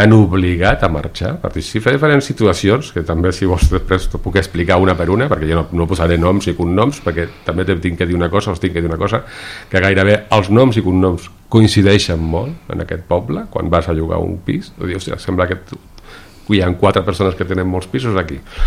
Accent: Catalonia, Spain

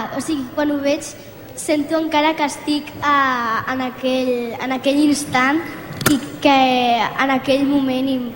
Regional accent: Sant Boi de Llobregat, Catalonia, Spain; per Sant Boi a mi m'encanta, són les meves arrels, Sant Boi, i és el meu poble i ho estimo moltíssim.

